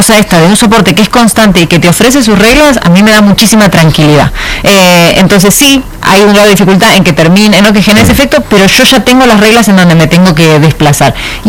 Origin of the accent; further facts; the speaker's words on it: Argentina; Yo soy argentina y escribo cuentos.